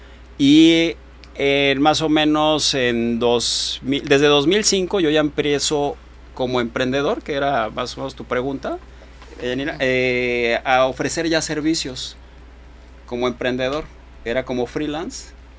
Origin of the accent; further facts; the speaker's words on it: Acapulco, Guerrero, Mexico; yo tengo 47 años, soy originario de Acapulco.